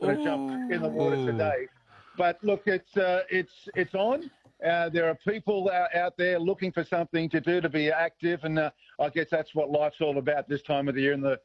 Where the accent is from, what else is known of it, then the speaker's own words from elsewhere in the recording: Sydney, New South Wales, Australia; I've been coming to Tassie. I'm actually from Sydney. I'm not far from you, Macca.